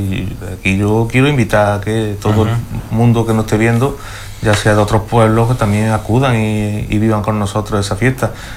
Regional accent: Marmolejo, Andalusia, Spain

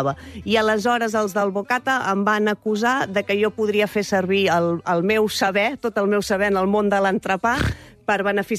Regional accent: Mataró, Catalonia, Spain; Bueno, jo soc de Rocafonda també, com en Lamine Yamal.

